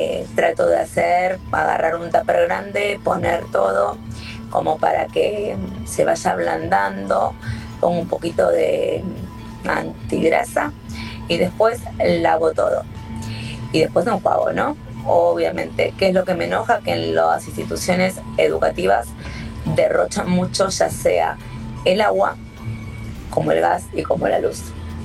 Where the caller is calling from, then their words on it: San Justo, Buenos Aires Province, Argentina; de San Justo, La Matanza